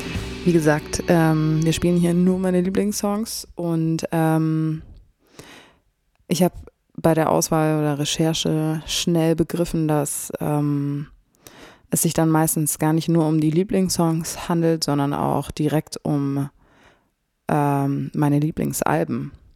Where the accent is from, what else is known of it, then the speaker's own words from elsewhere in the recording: Munich, Bavaria, Germany; Ich bin eigentlich aus München